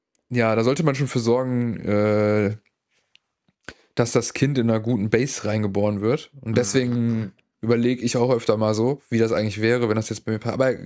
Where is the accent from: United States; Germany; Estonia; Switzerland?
Germany; North Rhine-Westphalia; now in Cologne, Germany